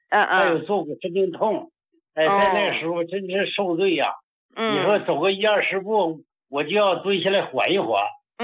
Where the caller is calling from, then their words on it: Qiqihar, Heilongjiang, China; 我家是齐齐哈尔市的。